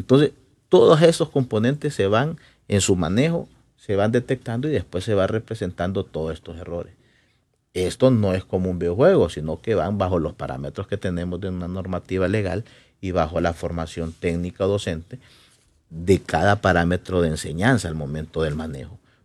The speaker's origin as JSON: {"language": "Spanish", "country": "Honduras"}